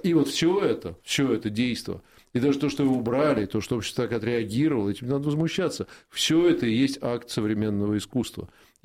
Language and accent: Russian; Moscow, Russia; я как москвич